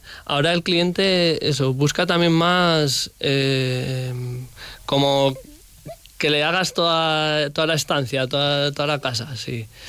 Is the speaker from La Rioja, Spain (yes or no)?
yes; Tricio, La Rioja, Spain; Somos de Tricio, además de todas las generaciones, vivimos allá en Tricio y eso